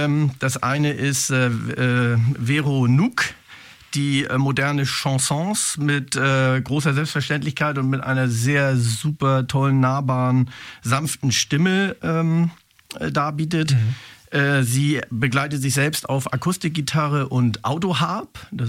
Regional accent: Neumünster, Schleswig-Holstein, Germany; ich bin gebürtiger Neumünsteraner, lebe und arbeite hier in Neumünster

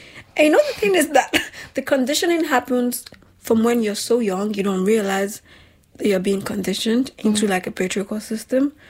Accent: Nigeria; So I was saying that just growing up in Nigeria, it was incredibly difficult for me to feel like I was accepted

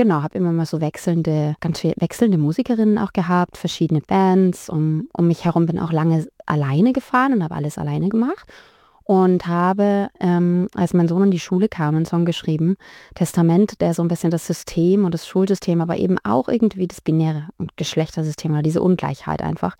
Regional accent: Heilbronn, Baden-Württemberg, Germany; moved away as an adult; also born or lived in Thuringia; now in Tübingen, Germany; Also ich bin geboren in Thüringen, bin dann so kurz nach der Wende mit meinen Großeltern und meiner Mama ins Schwabenland gezogen, nach Heilbronn.

